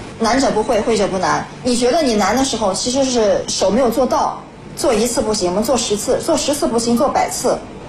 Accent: Yinchuan, Ningxia, China; 我们银川人常用于炒菜、炸制一些东西。

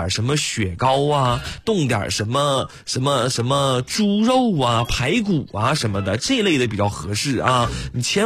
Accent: Northeast China, China; now in Xuzhou, China; 发生在东北，发生在我的老家

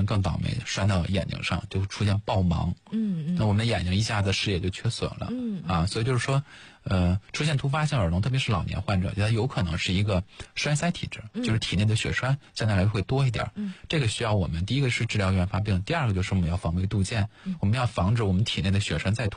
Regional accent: China; 作为中国人

